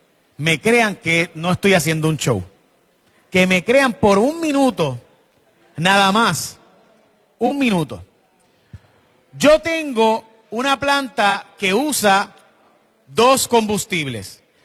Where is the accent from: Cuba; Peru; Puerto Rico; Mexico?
Puerto Rico; me va a tocar a mí, pueblo de Puerto Rico